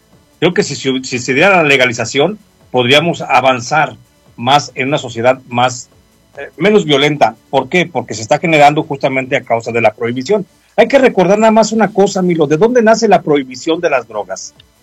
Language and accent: Spanish; Mexico